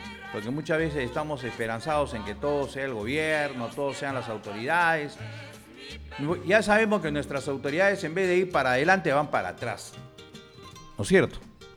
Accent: Peru; Somos peruanos

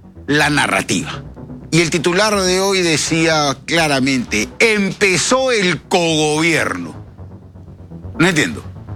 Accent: Peru; Todos los peruanos queremos y sabemos que tenemos que avanzar

